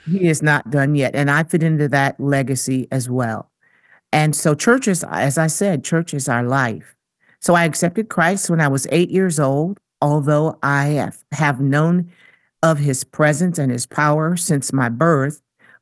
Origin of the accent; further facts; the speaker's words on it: Jackson, Michigan, United States; moved away as an adult; And my hometown is Jackson, Michigan.